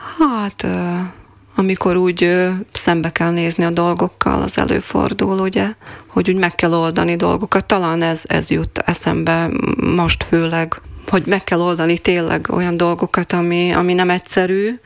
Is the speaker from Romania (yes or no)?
no; Moldava nad Bodvou, Košice Region, Slovakia; moved away as an adult; now in Miskolc, Hungary; Igen, Szepsiben nőttem fel. 21 évesen kerültem Kassára. eljöttem táncolni Kassanra, és itt maradtam egészen mostanáig, de négy éve meg már Miskolcra is költöztem.